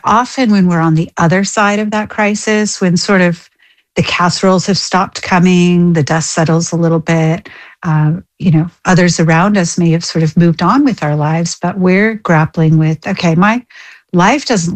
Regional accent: Australia; And don't worry, I am Australian. I'm a dual citizen.

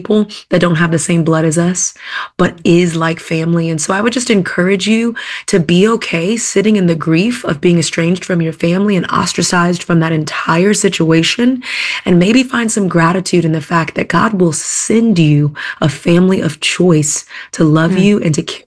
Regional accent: Texas, United States; now in Atlanta, United States; I'm from Texas originally, and I moved to Atlanta, Georgia, maybe 14 years ago.

